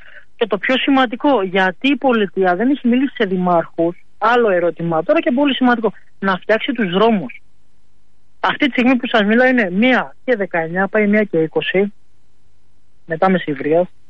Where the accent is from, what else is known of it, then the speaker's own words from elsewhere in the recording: Kamatero, Attica, Greece; Μπορεί να είμαι από το Καματερό